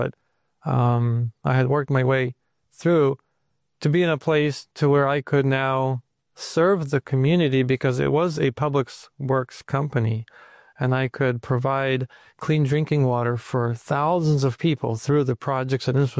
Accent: Ukraine; now in United States; We came over with my father from Ukraine right when communism fell apart, and it was a time to say, all right, let's look for a new opportunity.

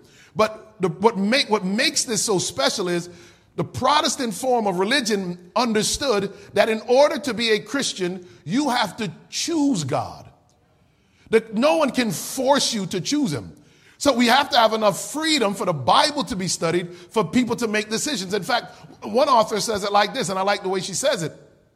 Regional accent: Connecticut, United States; I was born and raised in the Constitution State, Connecticut.

